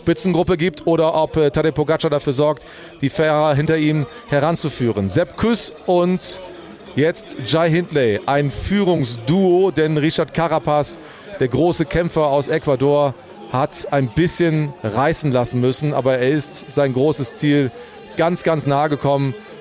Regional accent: Northern Germany, Germany; Ich komme aus dem Norden und ich kenne sowas eigentlich nur aus dem Watt

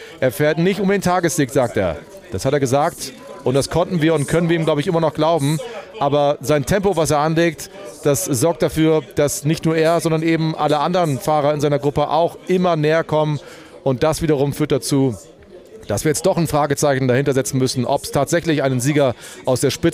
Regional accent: Northern Germany, Germany; Ich komme aus dem Norden und ich kenne sowas eigentlich nur aus dem Watt

